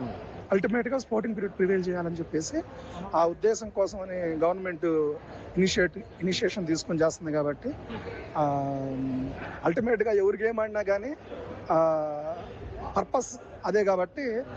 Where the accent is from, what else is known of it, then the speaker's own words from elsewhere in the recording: Narasaraopet, Andhra Pradesh, India; నేను నరసరావుపేట డివిజన్ నుంచి వచ్చాను.